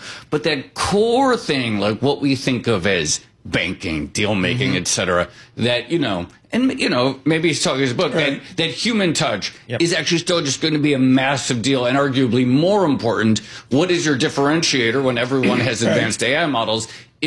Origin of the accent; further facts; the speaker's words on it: New York, United States; Obviously, I have the Texas side of my family, but I'm a New Yorker. I've lived here.